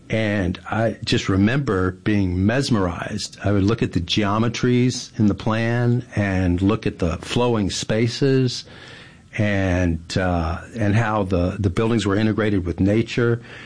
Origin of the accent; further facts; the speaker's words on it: Hattiesburg, Mississippi, United States; I grew up in Mississippi, Hattiesburg area, and grew up in the Hattiesburg area and went to Mississippi State University School of Architecture.